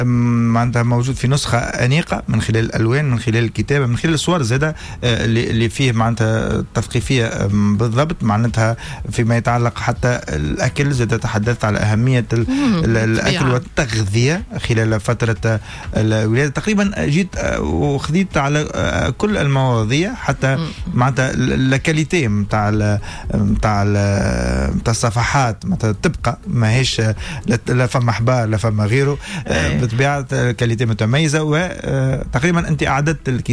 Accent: Tunisia; احنا تونسي

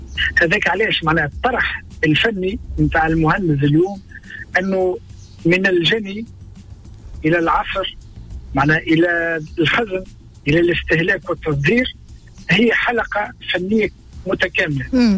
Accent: Tunisia

